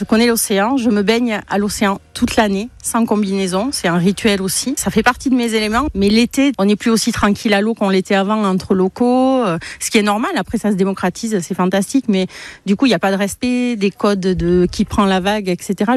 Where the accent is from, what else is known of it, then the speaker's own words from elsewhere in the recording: Saint-Paul-lès-Dax, Nouvelle-Aquitaine, France; J'ai mes petites habitudes de vacances près de la maison. Je suis de Saint-Paul-les-Dax.